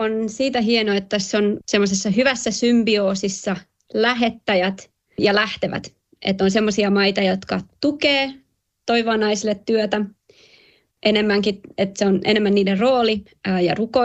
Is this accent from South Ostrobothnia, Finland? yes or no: yes; Kauhava, South Ostrobothnia, Finland; moved away as an adult; also born or lived in Germany / Romania; now in Ireland; Mä menin tässä vuosi pari sitten Kauhavan seurakuntaan puhumaan ja mähän olen sieltä päin kotoisin.